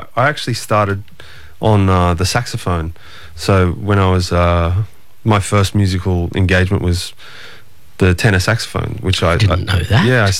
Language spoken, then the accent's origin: English; Castle Hill, New South Wales, Australia; In the hills. Mm-hmm. I grew up in Castle Hill.